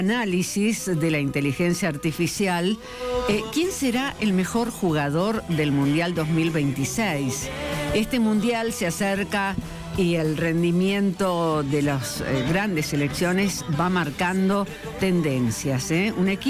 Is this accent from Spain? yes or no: no; Argentina